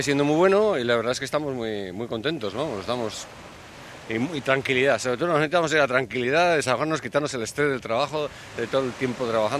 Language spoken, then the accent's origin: Spanish; Burgos, Castile and León, Spain; Además es que nosotros somos de Burgos, entonces allí el agua pues suele estar fría